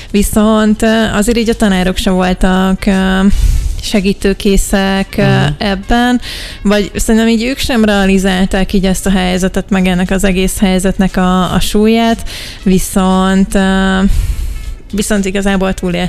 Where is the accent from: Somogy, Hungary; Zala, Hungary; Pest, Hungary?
Zala, Hungary; Keszthely; moved away; én eredetileg keszthelyi vagyok, és oda is jártam középiskolába.